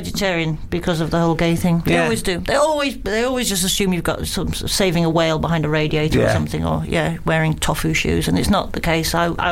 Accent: United Kingdom; I'm so British, aren't I?

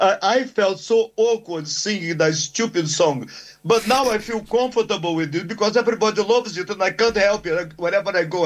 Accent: Brazil; English is a second language; moved away; when I was 54, when they, Brazilian, and my accent was even worse than it is now, so 15 years ago.

